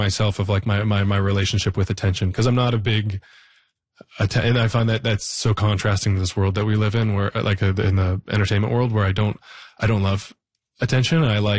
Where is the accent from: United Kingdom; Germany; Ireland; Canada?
Canada; I think as a Canadian, I think a lot of my identity as a Canadian was contrasted to who we aren't compared to the United States.